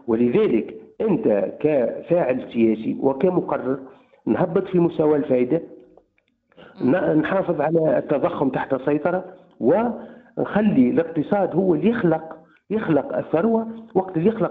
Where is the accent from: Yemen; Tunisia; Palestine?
Tunisia; إحنا كاقتصاد تونسي